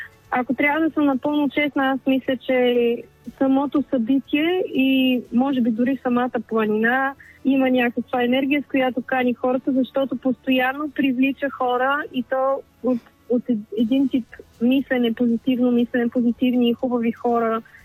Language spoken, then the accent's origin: Bulgarian; Sofia, Sofia City, Bulgaria; Ние сме от City Slam World, аз съм от София, съпруга ми от Сейнт Луис, Америка.